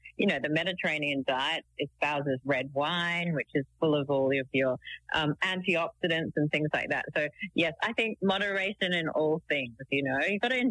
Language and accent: English; England, United Kingdom; And so we grew up in England, you know, in orchards and cooking and picking raspberries and getting purple fingers.